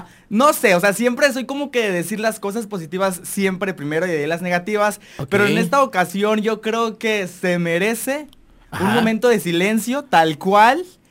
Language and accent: Spanish; Comitán, Chiapas, Mexico; now in Terán, Mexico; bien se sabe que yo soy de Comitán